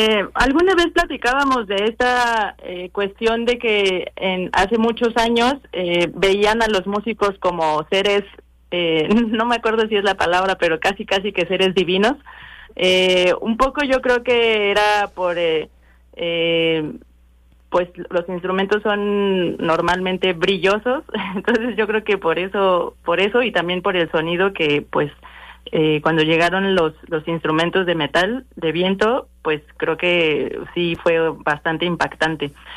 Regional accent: Mexico City, Mexico; muchos de nosotros, de los integrantes, no somos de Guerrero ni de Oaxaca, somos de aquí de la ciudad

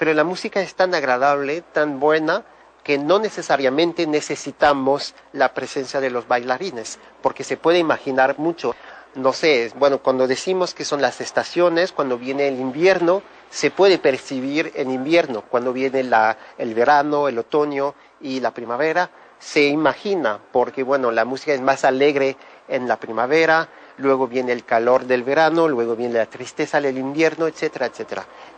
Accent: France; Yo lo digo como francés

